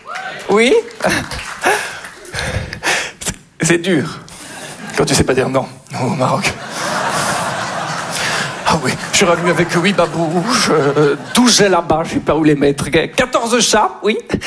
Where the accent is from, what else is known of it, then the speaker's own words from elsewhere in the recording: Belgium; je suis belge.